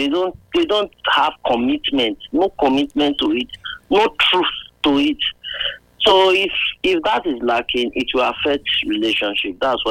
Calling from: Benin City, Edo, Nigeria; I'm calling you from Benin.

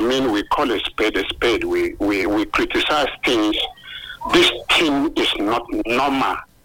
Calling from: Nigeria

